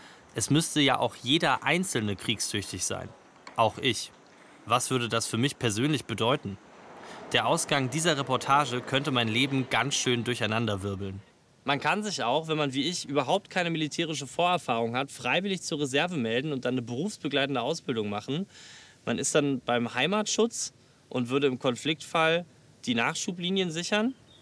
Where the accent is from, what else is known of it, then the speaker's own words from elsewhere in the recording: Freising, Bavaria, Germany; Ich komme aus Freising bei München. Mein Schulweg führte durch ein stillgelegtes Kasernenareal.